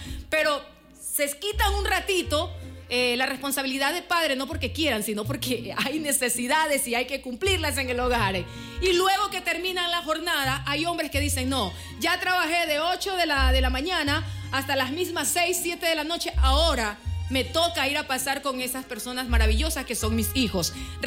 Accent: Ecuador; nosotros también los ecuatorianos celebramos el Día del Padre.

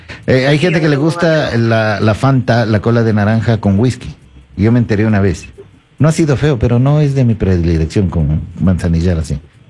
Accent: Ecuador; eso somos los ecuatorianos, gente de trabajo, de esfuerzo, de sacrificio.

